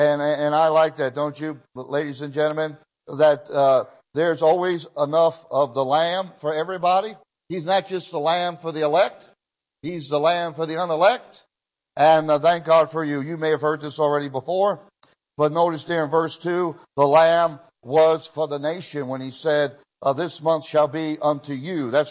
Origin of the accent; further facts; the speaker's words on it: Israel; Now, when I was in Israel, I grew up in Israel all my young life